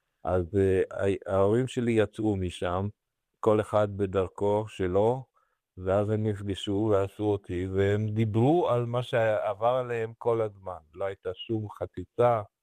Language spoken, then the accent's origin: Hebrew; Romania; Hebrew is a second language; now in Israel; כשהייתי ילד קטן ברומניה